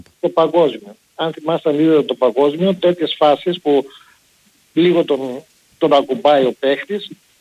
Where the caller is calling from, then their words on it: Germany; είμαι από Γερμανία.